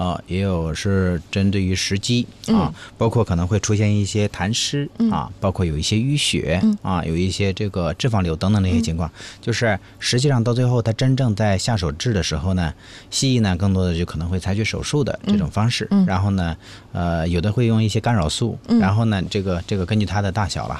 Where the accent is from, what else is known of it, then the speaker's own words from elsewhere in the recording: Hebei, China; 是我们河北人应该是